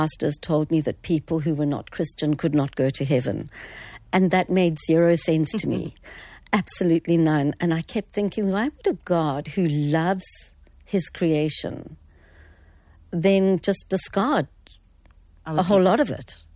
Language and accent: English; Fish Hoek, Western Cape, South Africa; So I grew up in Fishhook, so in the deep south.